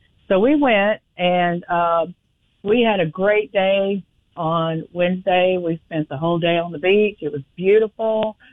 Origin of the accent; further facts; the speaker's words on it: Nashville, Tennessee, United States; moved away as an adult; now in Alabama, United States; I'm from Nashville. I grew up there.